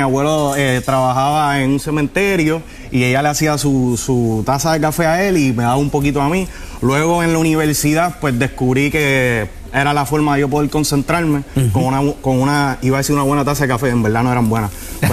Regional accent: Luquillo, Puerto Rico; soy de Luquillo, como ya saben, soy de Luquillo.

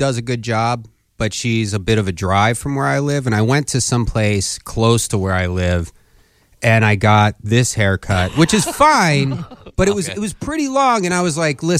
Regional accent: Philadelphia, Pennsylvania, United States; I grew up

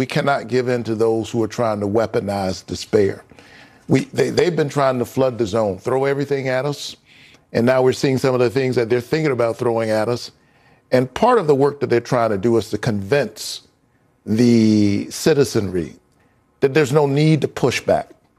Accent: Georgia, United States; I'm from Georgia

